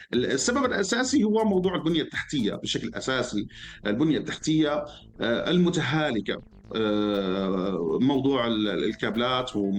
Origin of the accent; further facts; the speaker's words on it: Syria; أو أنا كمواطن سوري فيني أعتبر ممكن هذه المنافسة تكون بالنسبة لي هي فرصة صراحة